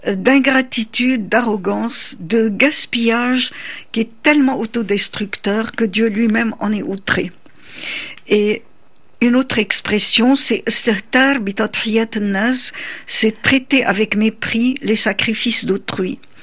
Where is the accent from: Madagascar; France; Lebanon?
Lebanon; first language Arabic; French is a second language; Et avant d'être juive, je suis libanaise. Avant d'être libanaise, je suis arabe.